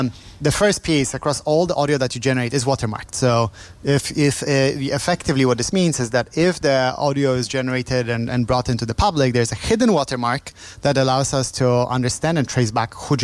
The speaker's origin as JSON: {"language": "English", "country": "Poland", "said": "we started the company, I'm from Poland originally."}